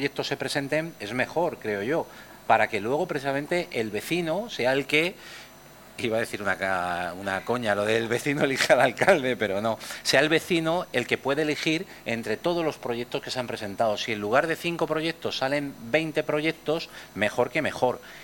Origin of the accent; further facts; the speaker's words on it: Miguelturra, Castilla-La Mancha, Spain; todos los que estamos aquí sentados somos ciudadanos de Miguel Turra.